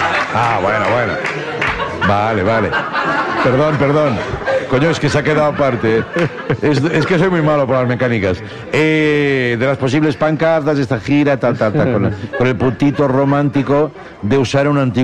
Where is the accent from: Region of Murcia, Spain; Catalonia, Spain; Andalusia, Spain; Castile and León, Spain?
Andalusia, Spain; Córdoba; Como cordobés que soy